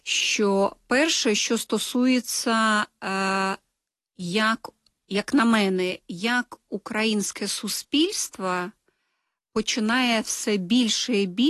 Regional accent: Belarus; Ми ж терплячі, ми ж білоруси.

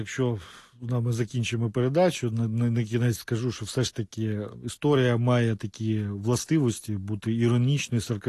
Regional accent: Kyiv, Ukraine; я сам з Подолу київського

